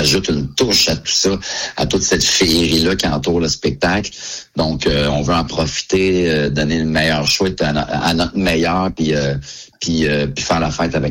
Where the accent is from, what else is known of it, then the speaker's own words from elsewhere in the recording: Drummondville, Quebec, Canada; notre dernier show chez nous à Drummondville.